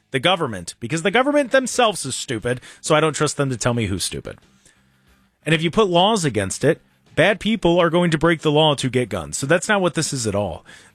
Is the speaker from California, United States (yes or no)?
no; Lodi, Ohio, United States; I grew up in Lodi and like Southern Medina County, maybe it was like an old fashioned upbringing.